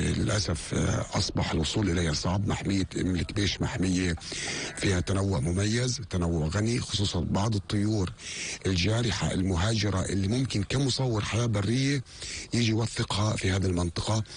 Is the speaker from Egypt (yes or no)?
no; Tubas Governorate, Palestine; عندنا في طوباس والمحيط وغوار الشمالية